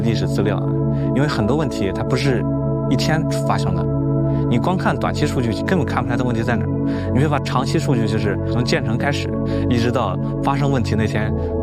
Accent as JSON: {"language": "Chinese", "town": "Shiyan", "region": "Hubei", "country": "China", "tie": "born or raised there", "said": "我是湖北十堰的，南水北调中县源头丹江口，就在我们老家那块儿啊。"}